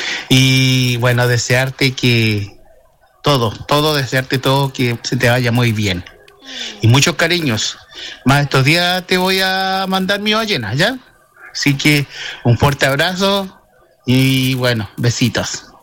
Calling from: Calbuco, Los Lagos, Chile; desde acá, desde mi casa, desde Calbuco.

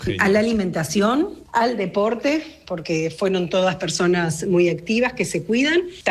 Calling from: Corral de Bustos, Córdoba, Argentina; de Corral de Bustos.

